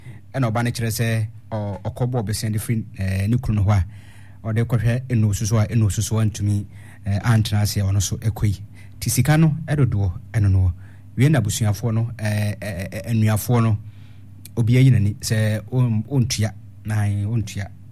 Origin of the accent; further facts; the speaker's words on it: South Africa; You, I'm from South Africa.